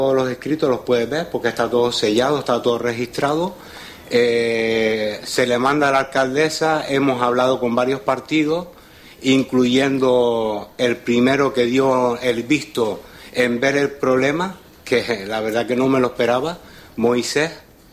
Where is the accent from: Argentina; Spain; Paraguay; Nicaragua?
Spain; Canary Islands; Y yo siempre he dado todo por mi pueblo, por los Molinillos.